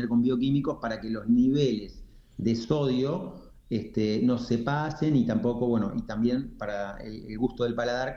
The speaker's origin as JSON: {"language": "Spanish", "country": "Argentina", "said": "de la yerba mate, que es nuestra cultura, es nuestro ADN como argentinos"}